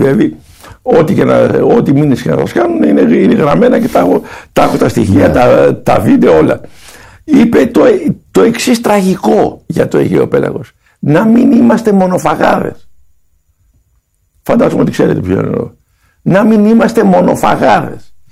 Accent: Iraklia, South Aegean, Greece; Δηλαδή στο νησί μου, στην Ηρακλιά

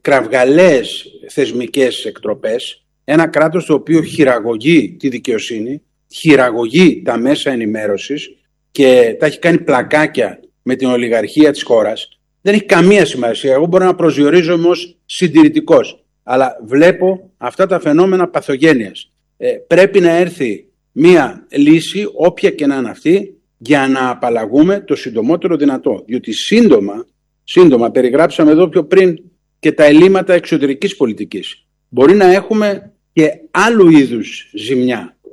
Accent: Greece; εμείς ως Έλληνες το έχουμε βιώσει αυτό στο πετσί μας.

